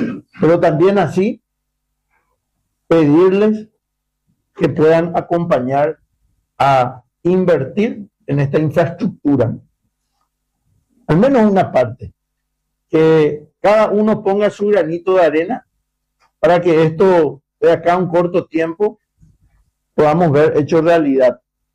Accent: Encarnación, Itapúa, Paraguay

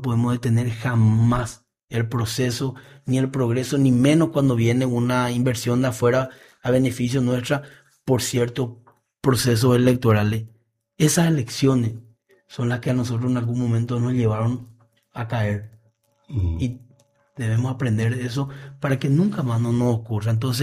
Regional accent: Paraguay; born there; la ciudad donde yo nací

